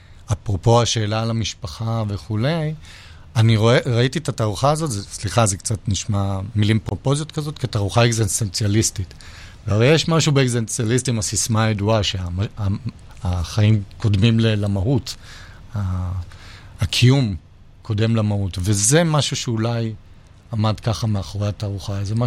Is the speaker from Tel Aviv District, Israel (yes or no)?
yes; Holon, Tel Aviv District, Israel; אני זוכר את עצמי כילד בחולון